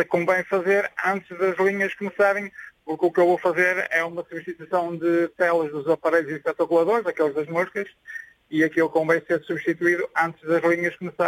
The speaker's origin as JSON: {"language": "Portuguese", "town": "Vila Nova de Gaia", "region": "Norte", "country": "Portugal", "said": "Eu, Vila Nova de Gaia, Canelas."}